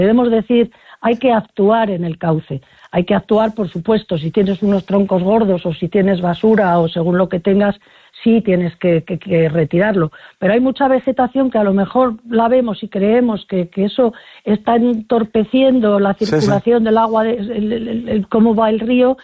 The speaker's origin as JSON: {"language": "Spanish", "town": "Soria", "region": "Castile and León", "country": "Spain", "said": "aunque los sorianos siempre somos acogedores"}